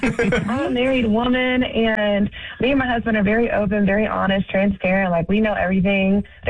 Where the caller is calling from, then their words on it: Georgia, United States; I'm calling from North Georgia.